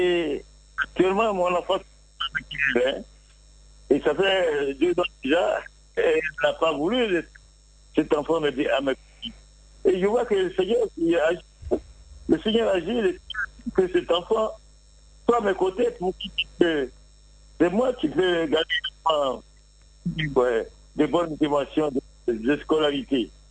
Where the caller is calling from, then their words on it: Bouaké, Vallée du Bandama, Côte d’Ivoire; je suis en Côte d'Ivoire aussi, je suis depuis Boaké, je vous appelle.